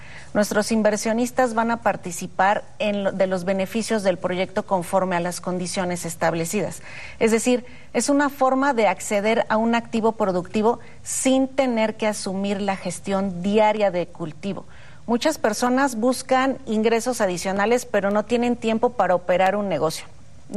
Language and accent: Spanish; Mexico; en México nosotros tenemos, digamos, estas virtudes, nuestro clima, nuestra tierra fértil.